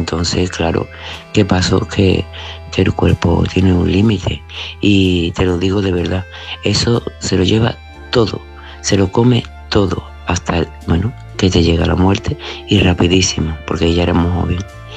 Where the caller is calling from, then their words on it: Seville, Andalusia, Spain; Buenas noches, Patricia … de Sevilla.